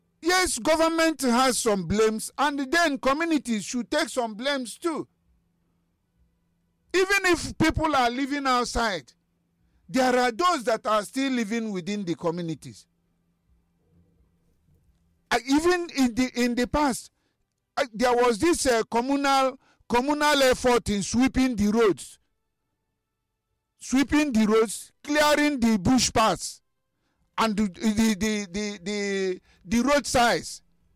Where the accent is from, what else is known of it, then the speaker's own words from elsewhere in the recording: Onitsha, Anambra, Nigeria; born there; We are living at Onitsha.